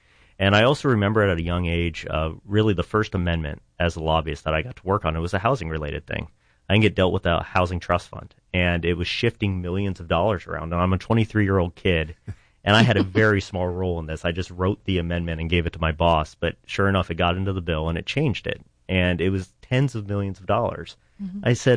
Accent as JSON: {"language": "English", "town": "Dover", "region": "Ohio", "country": "United States", "said": "I'm originally from Dover, Ohio, and then I went to Wittenberg University in Springfield"}